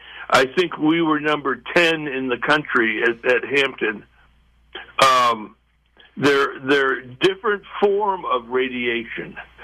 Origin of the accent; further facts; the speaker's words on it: Spain; also born or lived in New Jersey, United States / Boston, United States / Houston, United States; now in Charlottesville, United States; I was born in New Jersey, but I had my formative years in the Mediterranean Basin. Finished high school in Spain and then came back to the U.S. for college, medical school at UVA, practiced in Boston, Houston, and then back in Charlottesville.